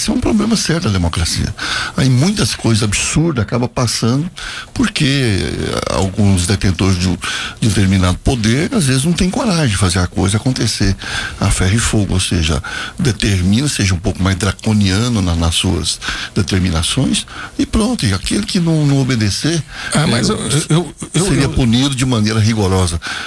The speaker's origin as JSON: {"language": "Portuguese", "town": "Uruaçu", "region": "Goiás", "country": "Brazil", "tie": "born or raised there", "moved": "as an adult", "lives_now": "Anápolis, Brazil", "said": "eu fui criado em Uruaçu até dos 0 anos até os 18 anos. Mas eu nasci aqui na Vila Santa Maria de Nazaré, na rua Elias Gomes, na casa da minha tia."}